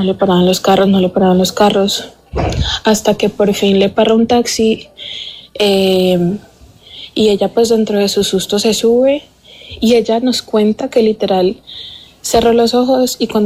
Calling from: Cali, Valle del Cauca, Colombia; Desde Cali.

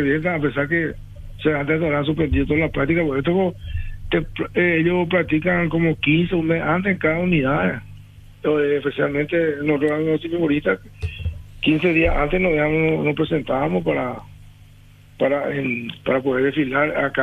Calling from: Paraguay; y encaramos nuestro camino como paraguayo independiente.

